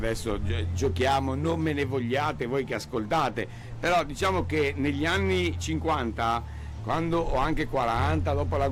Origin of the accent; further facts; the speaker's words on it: Veneto, Italy; essendo veneto